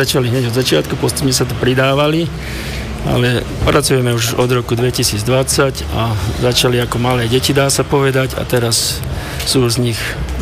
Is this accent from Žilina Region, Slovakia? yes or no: no; Nitra Region, Slovakia